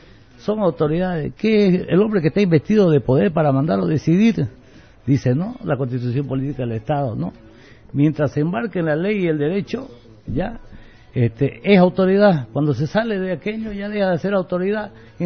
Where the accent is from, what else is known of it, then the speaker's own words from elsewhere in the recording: Bolivia; somos parte de Bolivia, somos comerciantes